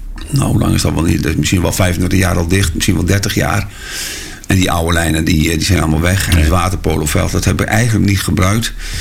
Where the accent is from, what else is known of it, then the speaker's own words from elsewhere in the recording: Hardenberg, Overijssel, Netherlands; Ik kom uit Hardenberg en wij zwommen vaak in de Vecht en in de Raderwijkerbeek.